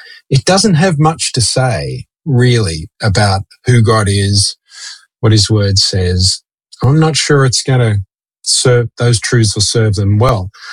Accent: Sydney, New South Wales, Australia; in the system that we grew up in Sydney

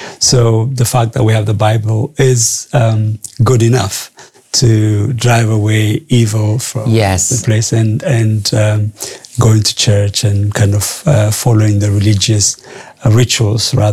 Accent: Addis Ababa, Ethiopia; also born or lived in Jimma, Ethiopia; now in United Kingdom; So I was born in a place called Jimma, which is, I think, 300 kilometers outside of Addis, the capital city. But I grew up in Addis, in the capital, until I came to Britain.

